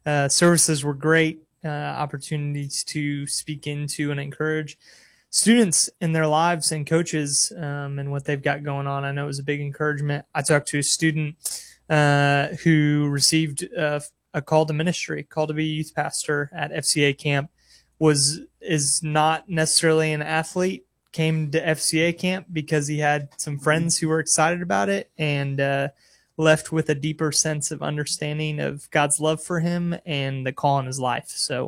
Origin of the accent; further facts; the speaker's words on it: Illinois, United States; I'm a kid from Illinois who didn't really fish growing up